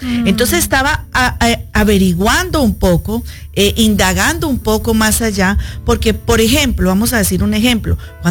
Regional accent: Colombia; moved away; yo que soy de Colombia

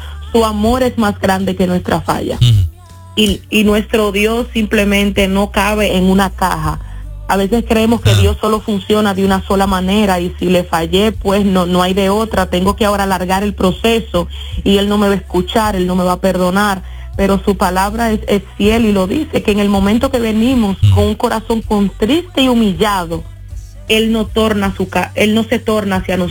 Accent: Dominican Republic; also born or lived in New York City, United States; now in Orlando, United States; Yo soy de la República Dominicana.

